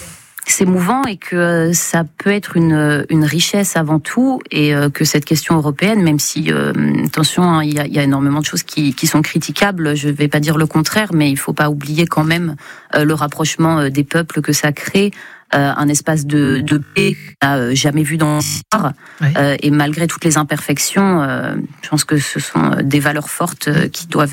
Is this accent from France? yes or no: yes; Nantes, Pays de la Loire, France; moved away as an adult; now in Metz, France; Je suis de Nantes.